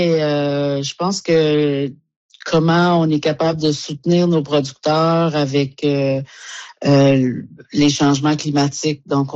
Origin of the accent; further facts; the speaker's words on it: Quebec, Canada; Moi, je viens du Québec.